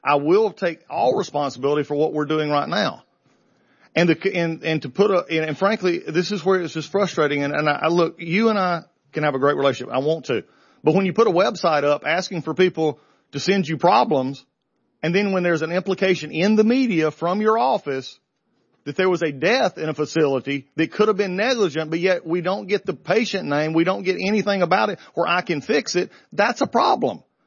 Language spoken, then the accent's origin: English; Augusta, Georgia, United States; Nobody's more upset about Augusta than me. It's my hometown. It's my home area.